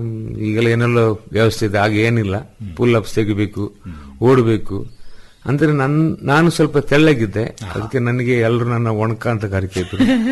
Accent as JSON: {"language": "Kannada", "town": "Madikeri", "region": "Karnataka", "country": "India", "tie": "born there", "also_born_or_lived": "Titimati / Virajpet", "said": "ನಾವೆಲ್ಲ ಅಲ್ಲೇ ಹುಟ್ಟಿ ಬೆಳೆದಿದ್ದು"}